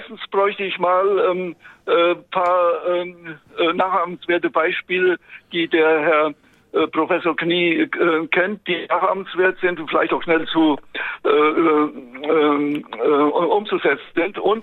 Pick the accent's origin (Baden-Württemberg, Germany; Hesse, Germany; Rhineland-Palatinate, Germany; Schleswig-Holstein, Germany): Rhineland-Palatinate, Germany; Altenkirchen district; born there; also born or lived in Siegen / Berlin; now in Minden, Germany; gebürtig in Isartkreis Altenkirchen, studiert an der Ingenieurschule in Siegen-Westfalen und studiert auch an der TU in Berlin